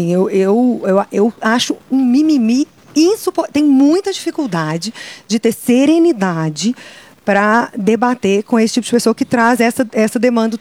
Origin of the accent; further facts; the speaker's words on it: Belo Horizonte, Minas Gerais, Brazil; Não, eu sou de BH, da capital.